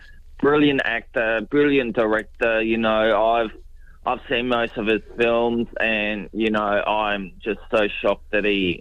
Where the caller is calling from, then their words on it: Australia; I am Australian